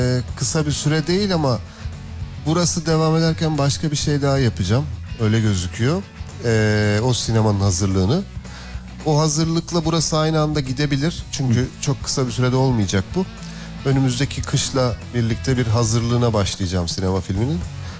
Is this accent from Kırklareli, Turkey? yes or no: yes; Pınarhisar, Kırklareli, Turkey; moved away as an adult; Pınarhisar ilçesinde doğdum ben. Yani okul 18 yaşıma kadar da oradaydım. Ben de doğduğum yeri, büyüdüğüm yeri, doyduğum yeri çok seviyorum. Orada bağlantım hala devam ediyor zaten.